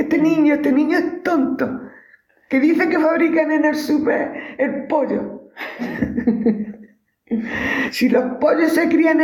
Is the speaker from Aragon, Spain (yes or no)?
yes; Huesca, Aragon, Spain; now in Granada, Spain; Y yo ya como llevo 7 años, luego ya soy de Granada. No, nunca seré de Huesca.